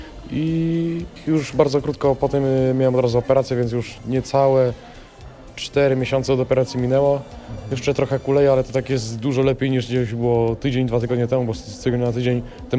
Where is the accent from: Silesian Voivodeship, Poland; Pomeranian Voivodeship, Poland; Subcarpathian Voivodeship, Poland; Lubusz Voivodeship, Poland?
Lubusz Voivodeship, Poland; Szprotawa; u mnie w Szportawie, gdzie się wychowałem, urodziłem i pierwsze kroki w sporcie stawiałem